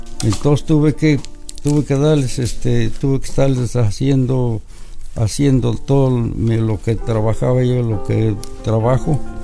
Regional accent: Casochitlán, Hidalgo, Mexico; moved away; Y vine de, no soy de aquí, soy de Casochitlán, Hidalgo.

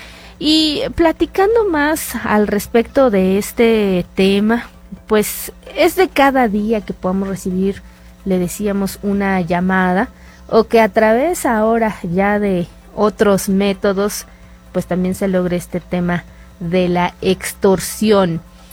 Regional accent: Mexico; como mexicanos, a todo le buscamos y a todo le encontramos.

